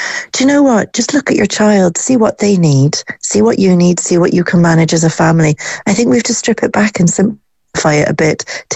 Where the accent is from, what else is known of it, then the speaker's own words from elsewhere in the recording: Scotland, United Kingdom; moved away; I'm from Scotland